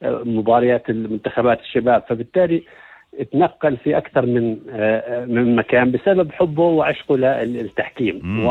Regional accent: Jordan; بسموها عندنا في الأردن برازيل الأردن

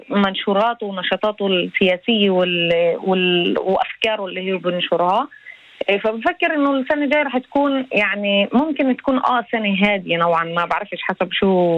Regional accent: Palestine; هاي النظام الجديد كان قصده بالأساس أنه أصلا يمنعنا إحنا كطلاب فلسطينيين بالجامعات الإسرائيلية من أنه نفكر.

